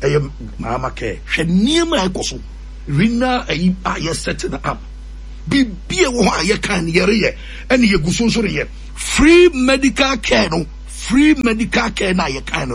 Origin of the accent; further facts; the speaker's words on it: Ghana; now any identity card, the proof we are Ghanaian.